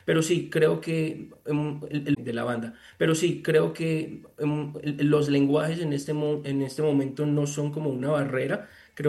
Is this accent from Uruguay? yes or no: no; Medellín, Antioquia, Colombia; Yo crecí en Medellín en los años 80